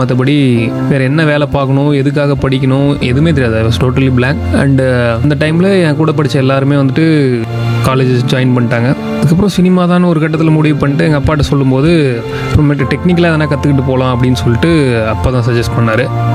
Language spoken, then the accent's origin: Tamil; Salem, Tamil Nadu, India; also born or lived in Chinnasalem / Chennai; நான் பிறந்து வளர்ந்ததெல்லாம் இங்கே சேலத்தில் தான், சுக்கம்பட்டிங்கிற கிராமத்தில் பிறந்து வளர்ந்தேன்.